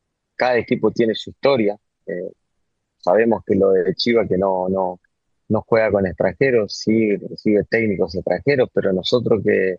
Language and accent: Spanish; Argentina; born there; moved away as an adult; also born or lived in Mexico; El último club que me tocó jugar fue el Deportivo Maipú. Volví a mi pago, a mi tierra para poder retirarme ahí.